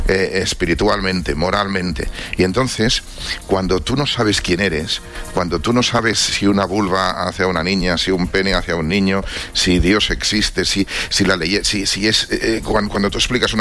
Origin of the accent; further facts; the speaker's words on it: Spain; nosotros como españoles, como sociedad española, estamos previamente disueltos